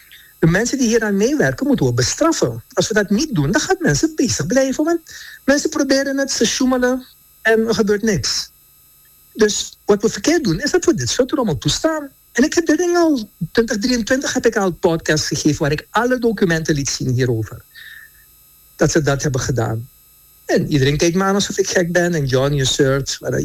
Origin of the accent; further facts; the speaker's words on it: Suriname; Want dat is de overweging die wij moeten maken als Surinamers, toch?